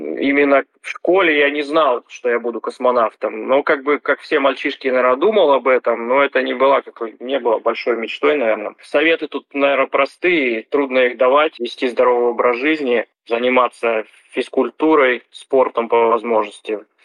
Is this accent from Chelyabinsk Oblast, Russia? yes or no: yes; Chelyabinsk, Chelyabinsk Oblast, Russia; born there; Я родился в Челябинске. Это, наверное, с точки зрения экологии не самый благополучный регион.